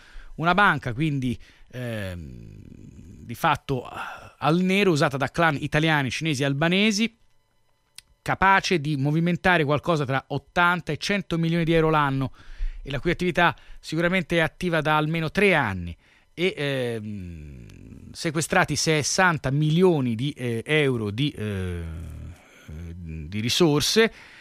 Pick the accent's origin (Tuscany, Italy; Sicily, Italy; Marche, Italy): Tuscany, Italy; tutti noi come toscani